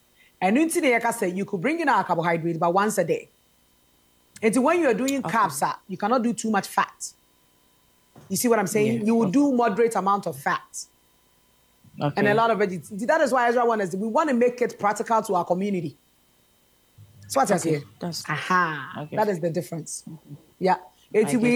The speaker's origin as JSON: {"language": "English", "country": "Ghana", "said": "I think as a Ghanaian woman, then you obey to sustain it long term."}